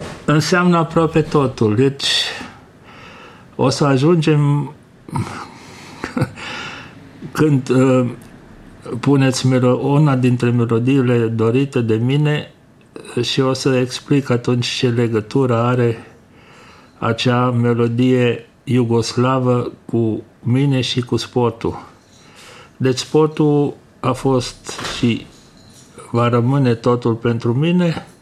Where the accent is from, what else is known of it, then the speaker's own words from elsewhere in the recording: Iecea Mare, Timiș County, Romania; moved away as an adult; now in Germany; Da, m-am născut la Iecea Mare, în județul Timiș. Am făcut liceul la Jimbolea, în limba germană.